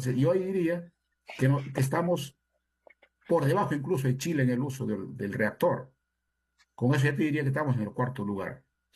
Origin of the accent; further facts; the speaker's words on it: Ancash, Peru; Ah, mi tierra.